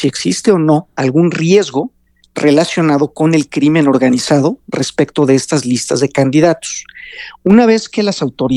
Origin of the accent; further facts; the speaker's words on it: Mexico; de suma relevancia que nos importa a todos como mexicanas y mexicanos